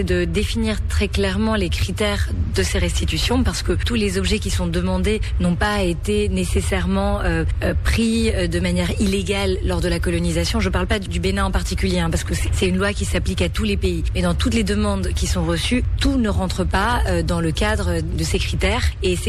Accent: Santo Domingo, Dominican Republic; moved away; je suis franco-caribéenne. J'ai grandi à Saint-Domingue.

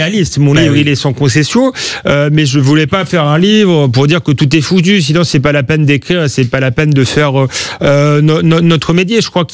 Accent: Épinay-sur-Seine, Île-de-France, France; born or raised there

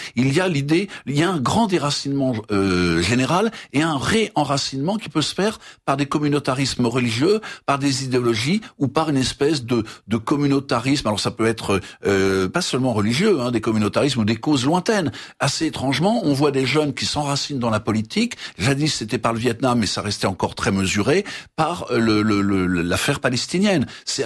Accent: Brittany, France; born there; Je suis breton par naissance, avec d'autres héritages, normands, méno, etc.

